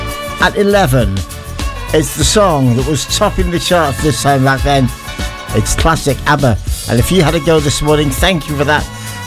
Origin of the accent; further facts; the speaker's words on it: Liverpool, North West England, United Kingdom; That's because we're from Liverpool.